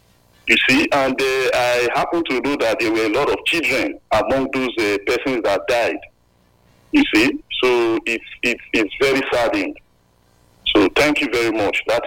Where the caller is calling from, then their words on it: Benin City, Edo, Nigeria; I'm calling from Benin City, Ohororo, to be precise.